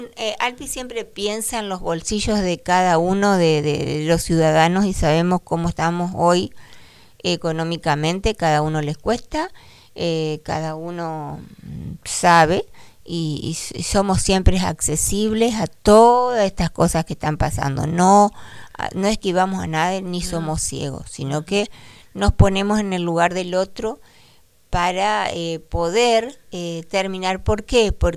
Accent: Reconquista, Santa Fe, Argentina; somos ciudadanas de Reconquista. Y vamos a quedar en Reconquista, porque ya no nos vamos a ir a otro lado.

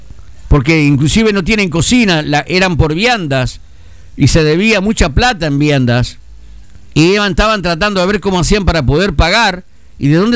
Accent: Santa Fe, Argentina; Yo soy sureño. Me crié en el Barrio Sur y sé lo que es el sur.

